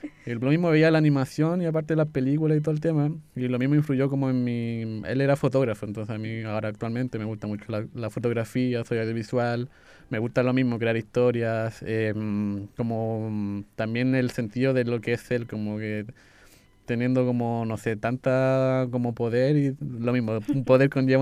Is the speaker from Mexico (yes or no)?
no; Chile